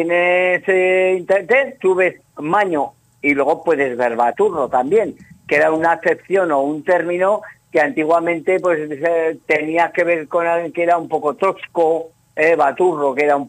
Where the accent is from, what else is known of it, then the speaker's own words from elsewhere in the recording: Aragon, Spain; la idiosincrasia y los valores de nuestra región como aragonés